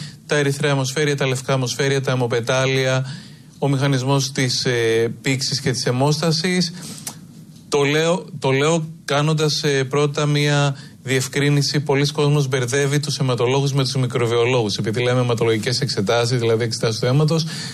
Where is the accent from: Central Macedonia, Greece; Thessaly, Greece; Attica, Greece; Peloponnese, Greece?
Central Macedonia, Greece; Thessaloniki; γεννήθηκα το 1984 στην πόλη της Θεσσαλονίκης, στην οποία μεγάλωσε